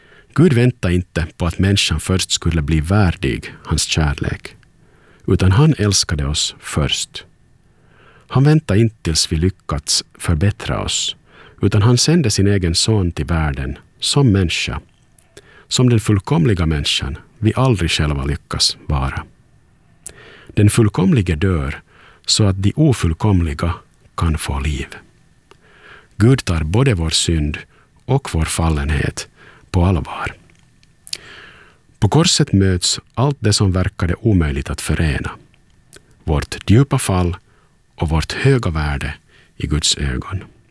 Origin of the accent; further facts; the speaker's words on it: Turku, Southwest Finland, Finland; från Åbo och du lyssnar på Yle Vegas aftonandakt.